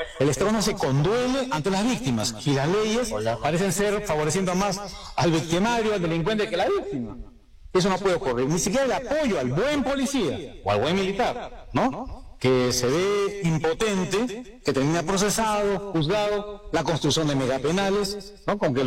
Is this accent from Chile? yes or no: no; Peru; que todos los peruanos trabajemos unidos para salvar nuestro país